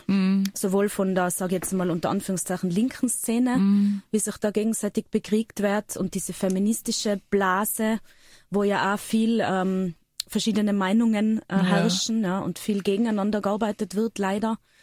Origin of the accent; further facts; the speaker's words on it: Tyrol, Austria; Ich bin auch Tirolerin